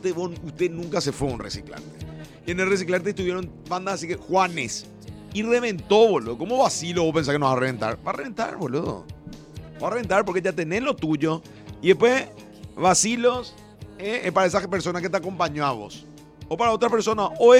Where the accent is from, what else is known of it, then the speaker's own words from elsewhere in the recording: Paraguay; ¿De dónde sos? De Paraguay.